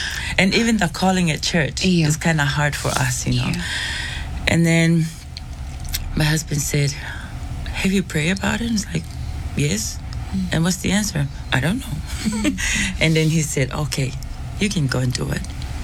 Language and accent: English; Tonga; moved away; you know how we grew up in Tonga.